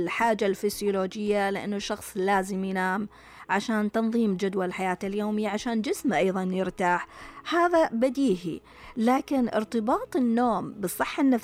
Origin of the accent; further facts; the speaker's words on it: Saudi Arabia; إحنا كسعوديين رقم 3 على مستوى العالم، إحنا شعب ما ننام.